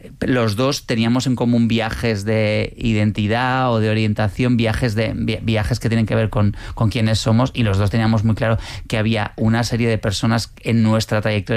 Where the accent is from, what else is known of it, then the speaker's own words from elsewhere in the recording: Pamplona, Navarre, Spain; born there; moved away as an adult; now in Madrid, Spain; porque al final yo nací en Pamplona, viajé a Madrid en el año 98